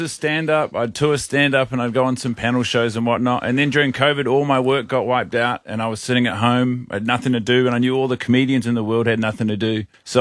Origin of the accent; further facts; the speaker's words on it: New Zealand; I am a Kiwi.